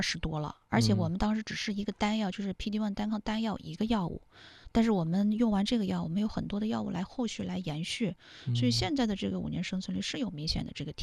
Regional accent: China; 我们中国人

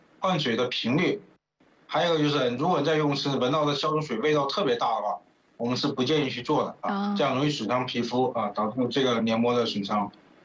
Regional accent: southern China, China; 我们作为一个南方人，这个上火是最典型的一个大家说的一个问题。

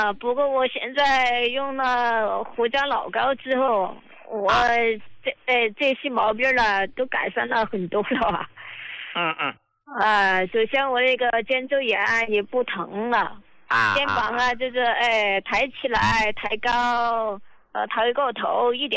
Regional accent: Chongqing, China; 我是重庆这边的患者。

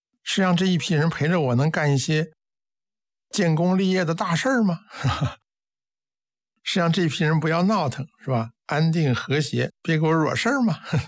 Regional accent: China; 我们中国人

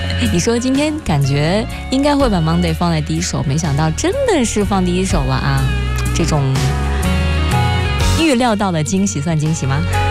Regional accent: Tianjin, China; 跟小时候在天津喝的那个山海关汽水的味道差不多，所以就有特别多小时候的记忆啊

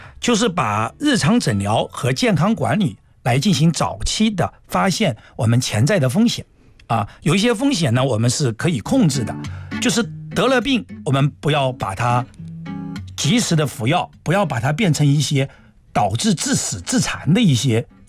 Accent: China; 因为我们中国人家庭扮演了一个非常重要的角色

